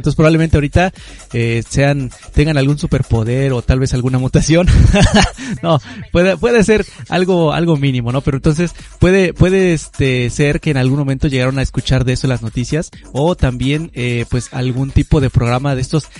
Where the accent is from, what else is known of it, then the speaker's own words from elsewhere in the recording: Mexico; a veces uno como mexicano